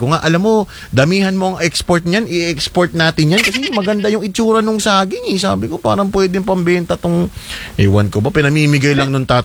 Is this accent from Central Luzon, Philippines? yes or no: yes; Bulacan, Central Luzon, Philippines; sa amin sa Bulacan.